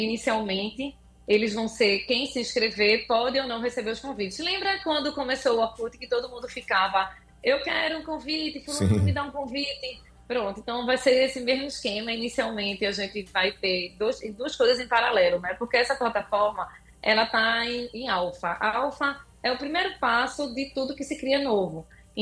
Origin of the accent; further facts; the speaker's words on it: Recife, Pernambuco, Brazil; Porque eu vivo agora aí, sou recifense, mas estou de coração. A cada 15 dias eu estou aí